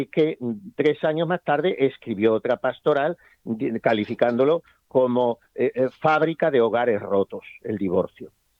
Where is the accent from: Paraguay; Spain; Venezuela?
Spain; Badajoz, Extremadura; moved away; also born or lived in Toledo; Allí me fui también desde Badajoz, de donde soy natural